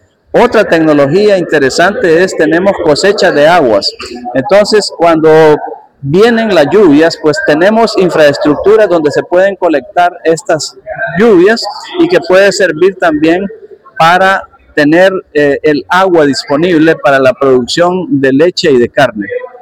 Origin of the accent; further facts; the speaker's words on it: Copán, Honduras; now in Costa Rica; soy el director general del CATIE, con sede en Turrialba, Costa Rica, pero soy nacido en Copán, soy copaneco.